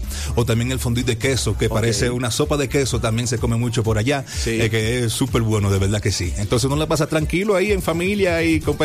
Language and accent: Spanish; Switzerland; En Suiza. Yo nací y me crié en Suiza y resido en Suiza todavía.